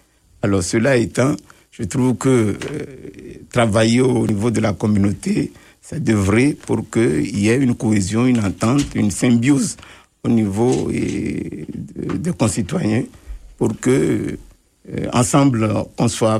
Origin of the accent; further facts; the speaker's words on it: Togo; now in Winnipeg, Canada; en tant que Togolais.